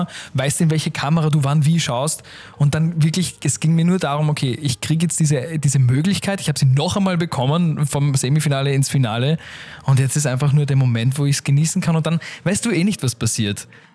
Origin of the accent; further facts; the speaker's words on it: Austria; okay, ich bin Österreicher, ich repräsentiere sehr gerne mein eigenes Land.